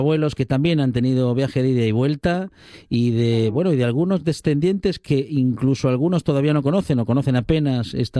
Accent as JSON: {"language": "Spanish", "region": "Asturias", "country": "Spain", "tie": "born or raised there", "also_born_or_lived": "Buenos Aires, Argentina", "said": "nacido en el seno de una familia asturiana, bueno, he crecido como un asturiano durante unos años en Buenos Aires y luego ya el resto de mi vida ya todo aquí en Asturias."}